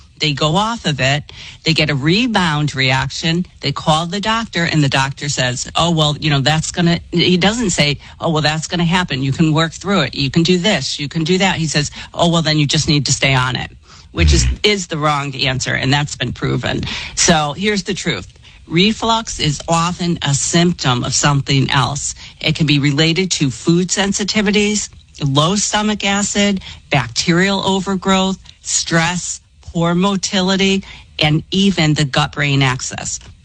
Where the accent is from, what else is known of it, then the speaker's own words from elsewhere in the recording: Ireland; And don't forget … so we don't count alcohol calories, right?